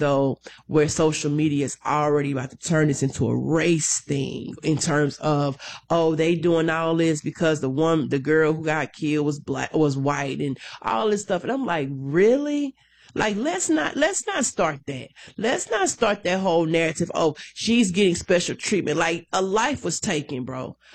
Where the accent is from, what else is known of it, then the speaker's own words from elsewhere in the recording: Baton Rouge, Louisiana, United States; born there; moved away as an adult; I came back here from Baton Rouge. I went to high school in BR, did some college work, you know, all those type of things in BR.